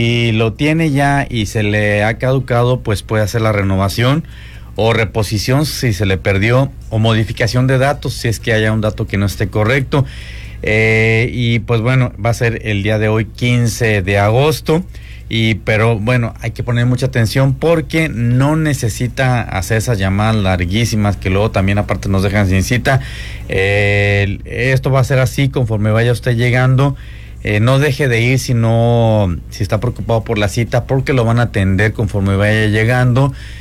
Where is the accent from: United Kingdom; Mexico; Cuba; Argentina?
Mexico; now in United States; que viene siendo como el IFE para nosotros, el mexicano